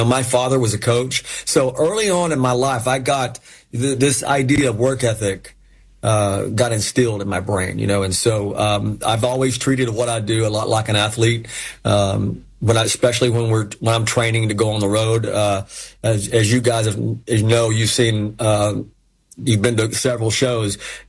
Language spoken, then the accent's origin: English; Knoxville, Tennessee, United States; Growing up in East Tennessee and in Knoxville, we didn't have a pro allegiance to anything. It was all just Tennessee football. And we grew up out in the country